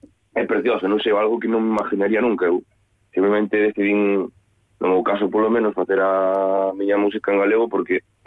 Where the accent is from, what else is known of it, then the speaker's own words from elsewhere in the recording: Cabana de Bergantiños, Galicia, Spain; now in A Coruña, Spain; Eu de Cabana, de Bergantiños.